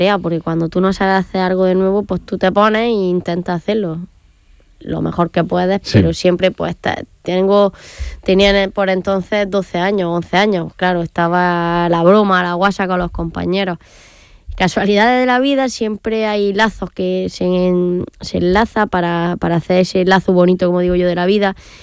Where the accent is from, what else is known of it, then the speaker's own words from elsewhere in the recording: Galera, Andalusia, Spain; born there; allí en Galera, donde fuimos al colegio, al Cristo de la Inspiración